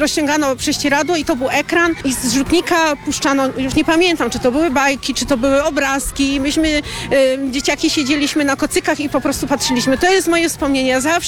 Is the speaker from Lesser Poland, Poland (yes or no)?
no; Katowice, Silesian Voivodeship, Poland; Tu się wychowałam na Kokocińcu